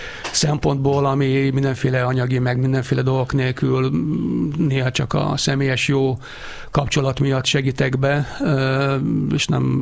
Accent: Budapest, Hungary; Hát én abszolút Budapesten születtem, meg éltem, meg dolgoztam egészen a Tatáig

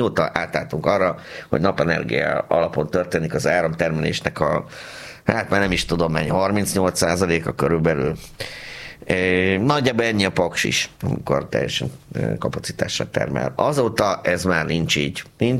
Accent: Pécs, Baranya, Hungary; én ezt se tudom mondani, hogy én pécsiként sosem libikókáztam, mert mi döcögőztünk, drága.

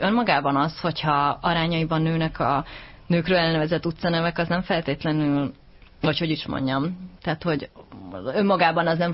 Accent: Gödöllő, Pest, Hungary; Gödöllőiként

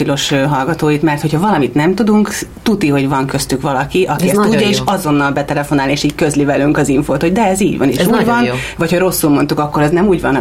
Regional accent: Hungary; bárhova megyek, én magyar maradok

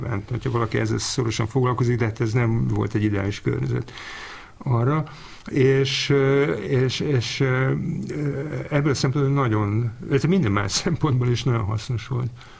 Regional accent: Hungary; moved away; ami azért volt érdekes, hogy én Magyarországról jöttem, ahol ez ismeretlen volt

